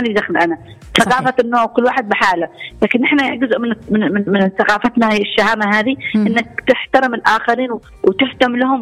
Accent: Yemen; نحن كيمنيين

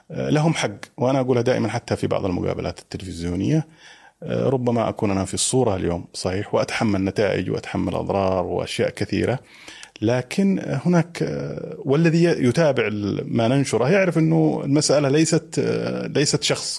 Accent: Saudi Arabia; born there; فطبعا أنا من مواليد السعودية في 1974، لأن والدي كان في تلك الفترة في السعودية

